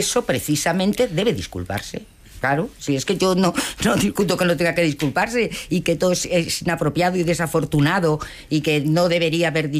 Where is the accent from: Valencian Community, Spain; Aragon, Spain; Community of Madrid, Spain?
Community of Madrid, Spain; now in Granada, Spain; que llevo 2 meses viviendo en Granada y soy madrileña.